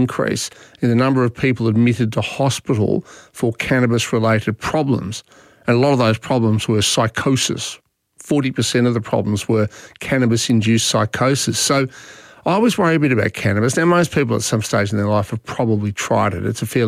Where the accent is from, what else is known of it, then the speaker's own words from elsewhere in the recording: Australia; I mean, I don't know we as ordinary Australian taxpayers what we would get having one Australian woman going up into space.